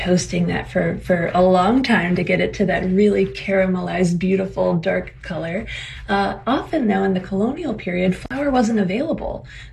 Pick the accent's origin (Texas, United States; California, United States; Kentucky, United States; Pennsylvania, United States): Pennsylvania, United States; Pittsburgh; gourmet grocery stores in my hometown of Pittsburgh, that were part of a family business that operated for over 70 years in the city.